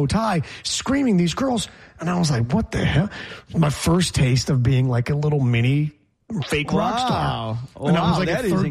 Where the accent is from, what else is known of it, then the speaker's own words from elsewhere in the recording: New York, United States; a military base near Geneva, New York, near my hometown.